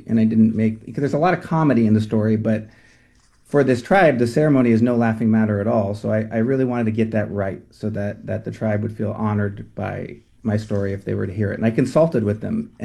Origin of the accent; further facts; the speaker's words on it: Bay Area, California, United States; I grew up in the Bay Area